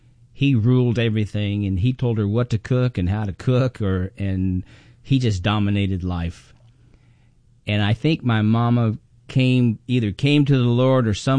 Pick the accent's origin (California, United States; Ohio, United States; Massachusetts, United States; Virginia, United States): California, United States; Tehachapi; And grew up on a ranch out in between Bakersfield and Mojave.